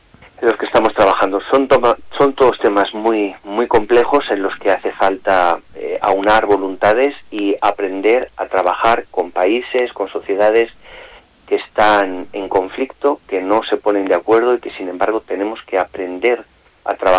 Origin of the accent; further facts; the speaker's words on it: Villamediana de Iregua, La Rioja, Spain; moved away; me siento muy orgulloso de llevar siempre el nombre de La Rioja, de mi pueblo, de Villamediana, allí donde voy.